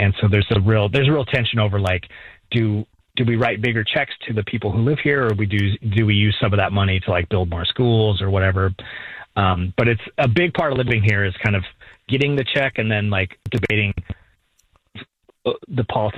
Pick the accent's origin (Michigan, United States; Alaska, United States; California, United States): Alaska, United States; born there; I was born in Alaska, and I went to school, like a college up in Fairbanks, Alaska.